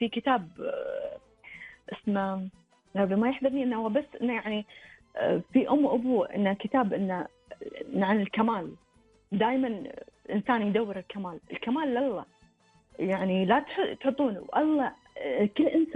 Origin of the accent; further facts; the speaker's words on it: Kuwait; شخصيات مهمة عندنا بالكويت